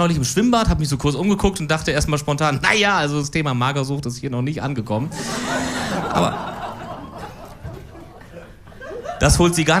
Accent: Cologne, North Rhine-Westphalia, Germany; als Kölner

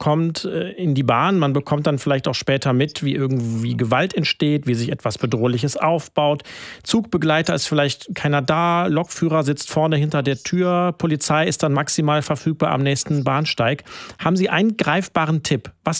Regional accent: Cologne, North Rhine-Westphalia, Germany; Ich habe schon aufgegeben als Kölner.

